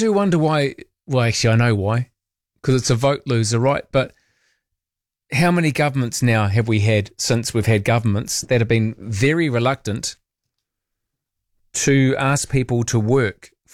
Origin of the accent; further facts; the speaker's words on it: Masterton, Wellington, New Zealand; But I remember when I grew up in Masterton, there was this mad craze of making concrete walls with grey wacky rocks set into them.